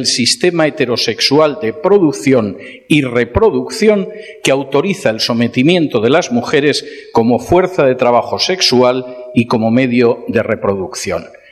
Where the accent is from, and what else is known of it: Spain